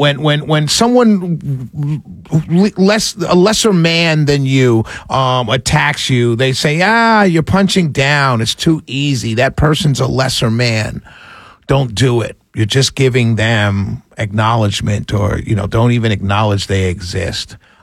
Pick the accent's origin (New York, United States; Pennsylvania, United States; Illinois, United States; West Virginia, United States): New York, United States; New York City; I grew up in New York City. We played calling each other name for sport.